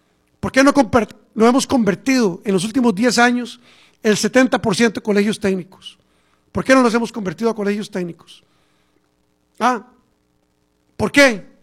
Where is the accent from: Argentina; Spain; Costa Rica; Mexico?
Costa Rica